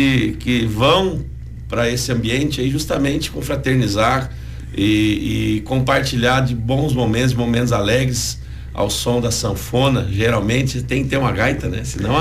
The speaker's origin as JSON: {"language": "Portuguese", "town": "Triunfo", "region": "Rio Grande do Sul", "country": "Brazil", "said": "eu sou de Triunfo, e eu a vida inteira me envolvido com essa parte de ser tradição gaúcha, sempre envolvido com a tradição"}